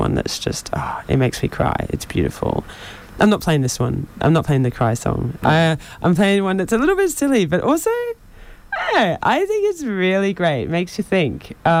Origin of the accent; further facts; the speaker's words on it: Brisbane, Queensland, Australia; Tom finds out that I'm from Brisbane